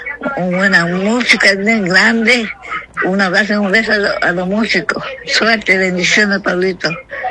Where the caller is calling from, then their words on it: Misiones, Argentina; Te habla la abuelita de Parque Adanza, calle 28, calle 120, casa 4, zona 12.